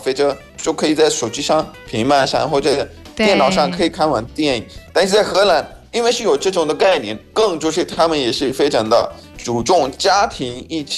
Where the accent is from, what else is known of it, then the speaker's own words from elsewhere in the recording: Pakistan; 我是来自巴基斯坦的